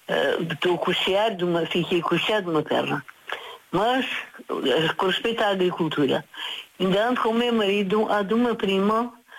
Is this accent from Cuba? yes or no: no; Borba, Alentejo, Portugal; Sim, sim, trabalhando em patrões e tinha uma fazenda, agora já me tenho, já aprendi.